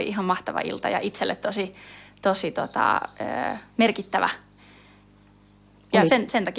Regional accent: Tampere, Pirkanmaa, Finland; now in Frankfurt, Germany; Mä oon 22-vuotias. Tuun Tampereelta päin. Eli sieltä päin oon kotosin ja asustelen täällä Frankfurtissa ja teen täällä töitä.

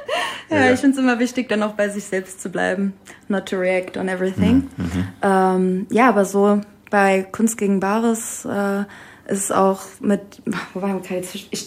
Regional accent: Frankfurt, Hesse, Germany; Bin ja Frankfurter Mädel mit marokkanischen Wurzeln

